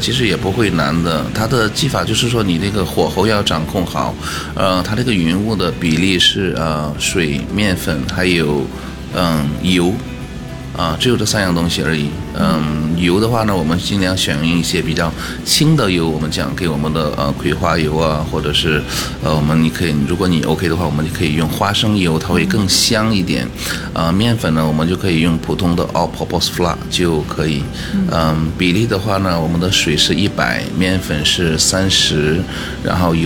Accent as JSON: {"language": "Chinese", "region": "Beijing", "country": "China", "moved": "yes", "said": "我是北京人，我是北方人，"}